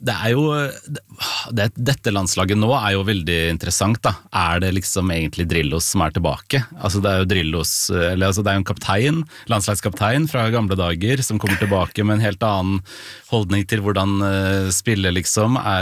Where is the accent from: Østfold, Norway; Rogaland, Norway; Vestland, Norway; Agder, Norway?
Østfold, Norway; Fredrikstad; Jeg kommer jo fra Fredrikstad, så jeg er jo litt sånn, har litt skjevhet her også.